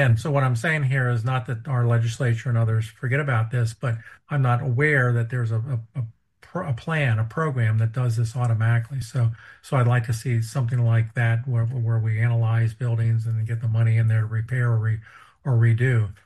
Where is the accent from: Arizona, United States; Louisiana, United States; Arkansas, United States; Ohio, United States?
Ohio, United States; When I grew up in Ohio, never knew about North Carolina.